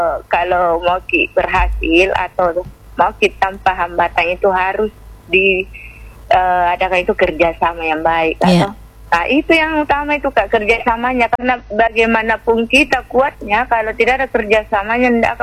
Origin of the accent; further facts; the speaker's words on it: South Sulawesi, Indonesia; apalagi ini Bone dengan Wajo, kan? Yeah. Dibatasi oleh kampungku, guys.